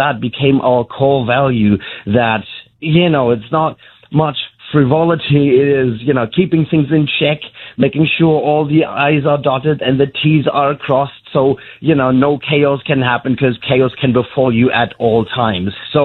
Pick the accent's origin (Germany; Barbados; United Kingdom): Germany; moved away as an adult; also born or lived in Spain; I'm from Germany, despite the name … which just happens when I lived in Spain for 7 years.